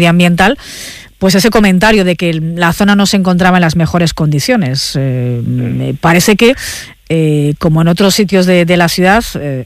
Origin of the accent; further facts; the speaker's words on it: Torrelavega, Cantabria, Spain; yo que soy de Torrelavega